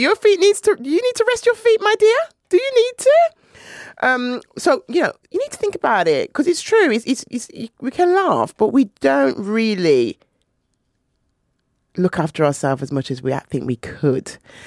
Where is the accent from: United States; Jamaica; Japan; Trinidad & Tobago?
Jamaica; moved away